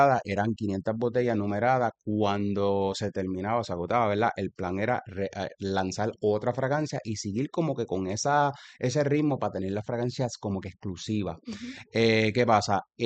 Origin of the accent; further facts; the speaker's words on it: Ponce, Puerto Rico; born there; moved away; Yo soy de Ponce.